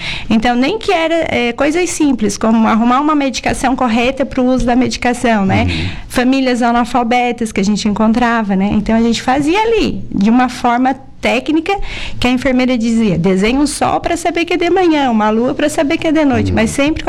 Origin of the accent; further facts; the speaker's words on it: Meleiro, Santa Catarina, Brazil; eu sou do interior do município de Meleiro, sou filha de agricultor, filha de mãe, professora.